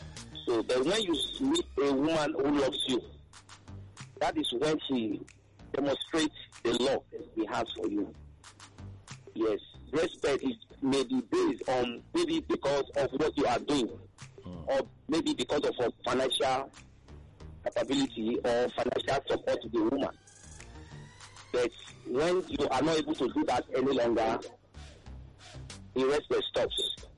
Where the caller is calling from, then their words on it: Egbeda, Lagos, Nigeria; I'm calling from Egbeda.